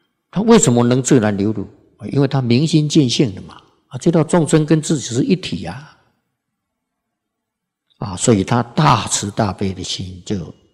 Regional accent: China; 这个我们中国人啊，近代的中国人啊，看到自己中国人，他不恭敬啊

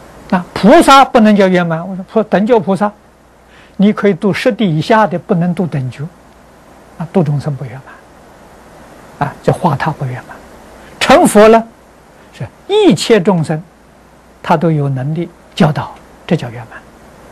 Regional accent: China; 我们中国人讲虚岁。

